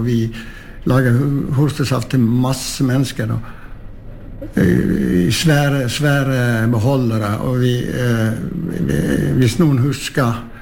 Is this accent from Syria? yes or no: no; Hafslo, Vestland, Norway; Ja, för det första så är jag född och uppvuxen i Hafslo.